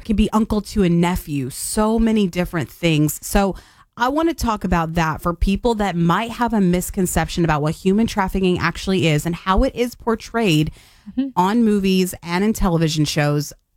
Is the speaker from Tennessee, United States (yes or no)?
yes; Tennessee, United States; I'm from Tennessee, born and raised